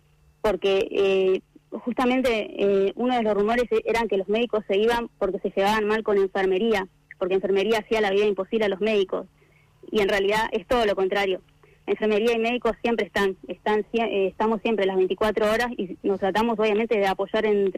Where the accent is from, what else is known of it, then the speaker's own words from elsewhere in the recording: Comodoro Rivadavia, Chubut, Argentina; Yo soy de Comodoro, y cambiar de la ciudad a un pueblito más chico, más tranquilo, y que nos hayan dado la vivienda, ese era un plus muy grande.